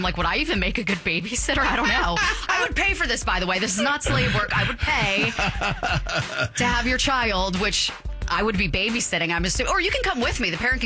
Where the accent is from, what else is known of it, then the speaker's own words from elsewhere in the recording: Philadelphia, Pennsylvania, United States; moved away; I'm originally from Philadelphia. Go Birds! Been living here for 13 years